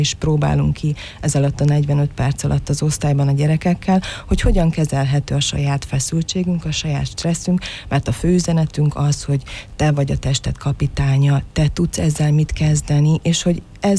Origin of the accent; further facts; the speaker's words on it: Sümeg, Veszprém County, Hungary; now in Dunaszentgyörgy, Hungary; Dunaszentgyörgyön élek, igen, a családommal. Én nem idevalósi vagyok, én sümegi vagyok. Egy kicsit messziről, de a férjem paksi, tőzsgyökeres paksi.